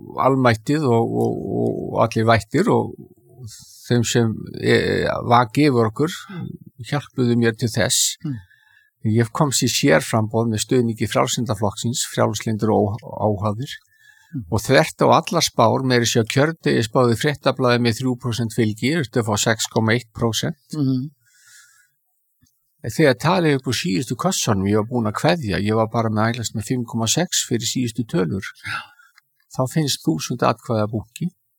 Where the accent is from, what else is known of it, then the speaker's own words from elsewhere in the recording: Reykjavík, Capital Region, Iceland; Já, og ég bara nágrunni mínar æsku slóði. Já. Ég alinn upp í Skaftahlíðinni sem mitt á milli þessa gamla framvallar og valsvallarins undir æsku hlíðinni.